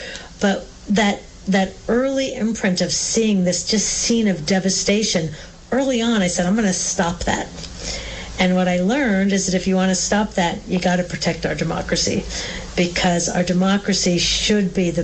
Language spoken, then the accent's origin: English; Pacific Northwest, United States; I grew up in the Pacific Northwest in a family, and I went to a school that really valued being outdoors. So I spent a lot of time in the forest, in the Cascades, in the Olympic Rainforest.